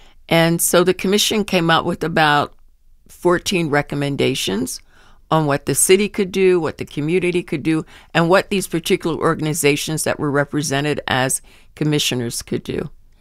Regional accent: Philadelphia, Pennsylvania, United States; But it also represents a street song that I grew up with when I was in Philadelphia, when I grew up in Philadelphia.

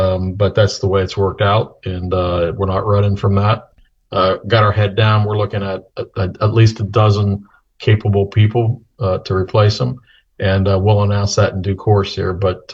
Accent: Gahanna, Ohio, United States; And me growing up in Gahanna, Ohio, you know, very Midwest, very into cars and racing

